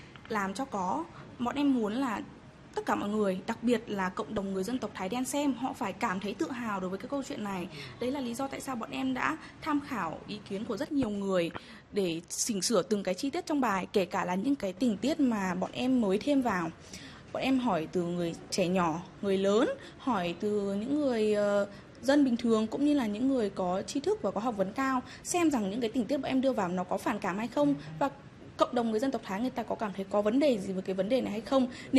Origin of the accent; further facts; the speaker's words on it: Lào Cai, Vietnam; Em là người Lào Cai, em cũng là người miền núi